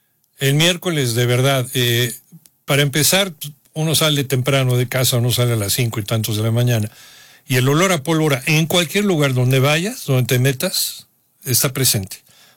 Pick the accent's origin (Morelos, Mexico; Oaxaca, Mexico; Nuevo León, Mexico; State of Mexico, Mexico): State of Mexico, Mexico; Huixquilucan; en mi pueblo, allá en Huixquilucan